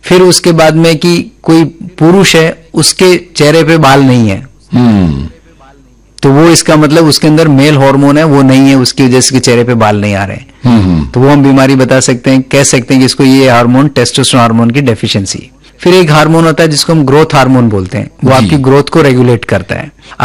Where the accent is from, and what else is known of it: Rajasthan, India; born or raised there